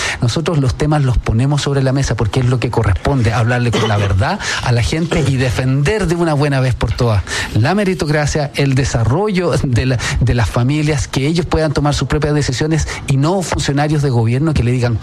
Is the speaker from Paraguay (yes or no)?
no; Chile